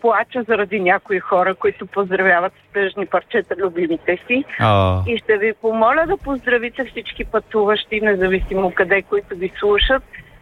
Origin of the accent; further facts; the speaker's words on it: Kazanlak, Stara Zagora Province, Bulgaria; born there; Пътувам към София. Родена съм в Казанлък.